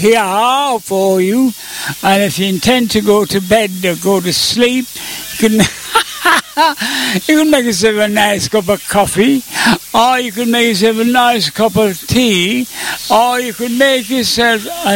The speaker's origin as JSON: {"language": "English", "country": "Jamaica", "said": "in Jamaica, I'm from Jamaica, if you didn't know"}